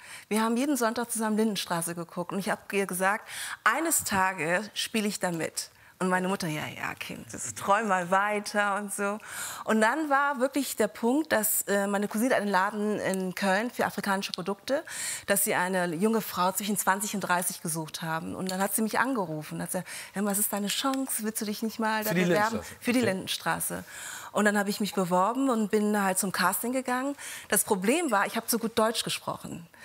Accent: Ghana; now in Cologne, Germany; ist mir gebürtig aus Ghana.

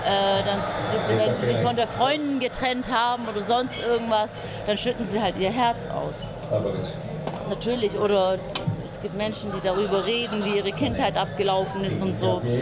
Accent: Turkey; ich bin ja Türkin

